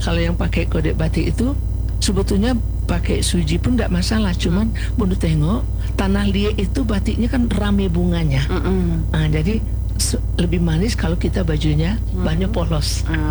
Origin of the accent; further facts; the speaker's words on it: West Sumatra, Indonesia; Kalau kita Minang enggak pakai batik di bawah.